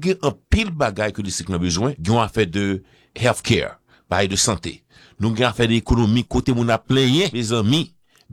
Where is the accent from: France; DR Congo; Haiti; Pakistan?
Haiti; now in United States; qu'on est haïtien, moi-même